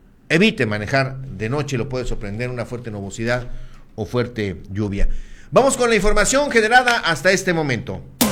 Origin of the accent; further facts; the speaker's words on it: Mexico; es un mes en el que todos los mexicanos, pues nos sentimos eso, lo que somos, muy mexicanos.